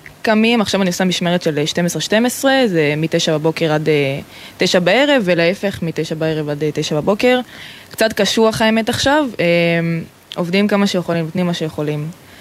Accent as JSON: {"language": "Hebrew", "town": "Nahariya", "region": "Northern District", "country": "Israel", "tie": "born or raised there", "said": "האמת היא שכל חיי אני מהצפון."}